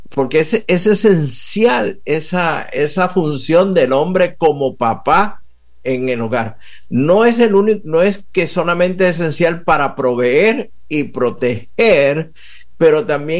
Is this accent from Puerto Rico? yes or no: yes; Puerto Rico; accent: Puerto Rican; now in Dallas, United States; como ya puedes ver notar por el acento, soy puertorriqueño, nacido y criado en la Isla del Encanto de Puerto Rico, así que resido ahora mismo en al norte de Dallas, Texas